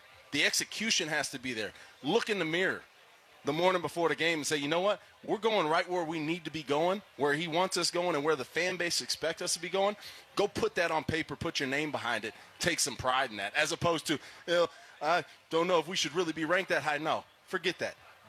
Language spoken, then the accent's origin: English; Odessa, Texas, United States; I grew up in Odessa.